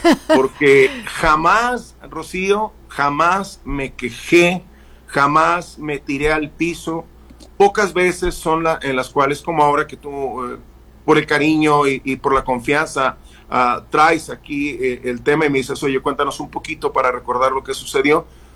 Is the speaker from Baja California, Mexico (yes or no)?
yes; Tijuana, Baja California, Mexico; Siempre a donde yo voy, pongo el nombre de mi Tijuana, lo más alto que yo pueda. Hablo de mi tierra, hablo de mis tradiciones en Tijuana